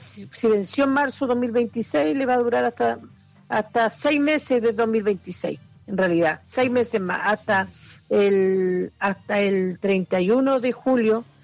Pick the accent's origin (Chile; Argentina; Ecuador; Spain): Chile; casi todos como chilenos